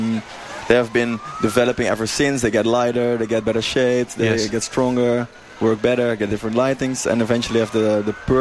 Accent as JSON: {"language": "English", "country": "Netherlands"}